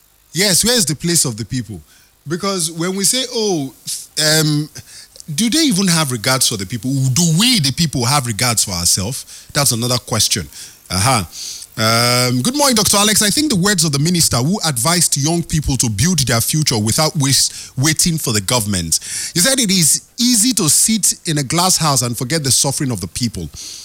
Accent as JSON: {"language": "English", "region": "Niger Delta", "country": "Nigeria", "said": "I'm a Niger Deltan. So I'm not saying it as if I'm not from Niger Delta. I'm a Niger Deltan."}